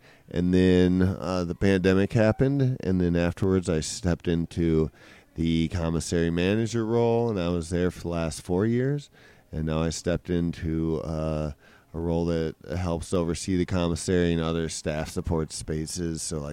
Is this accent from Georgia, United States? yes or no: no; Michigan, United States; moved away; I first got here, I was living in Los Angeles. I'm really originally from Michigan, but I was living out there